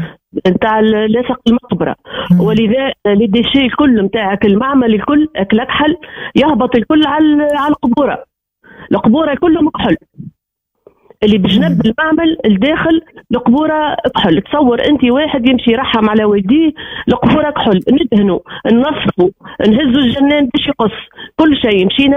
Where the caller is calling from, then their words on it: Sfax, Sfax Governorate, Tunisia; من صفاقس.